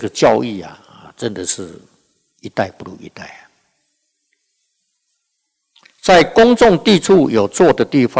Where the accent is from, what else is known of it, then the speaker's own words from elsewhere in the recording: Taichung, Taiwan; 他是彰化人，我们是台中人。